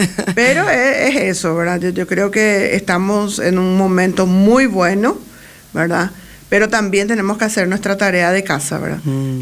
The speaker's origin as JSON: {"language": "Spanish", "country": "Paraguay", "said": "Como paraguayos creo que ya lo tenemos."}